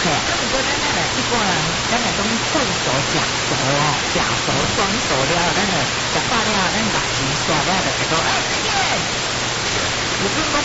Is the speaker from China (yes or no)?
no; Taiwan